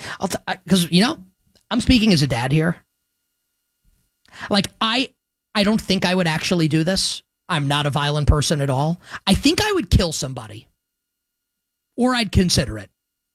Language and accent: English; New York City, New York, United States; Growing up in the Northeast, growing up in New York City.